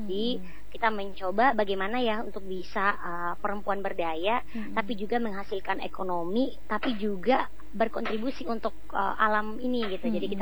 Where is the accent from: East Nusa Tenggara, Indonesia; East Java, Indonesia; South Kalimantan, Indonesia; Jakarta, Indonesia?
East Nusa Tenggara, Indonesia; Kebetulan saya asli anak Lamboya di Sumba Barat.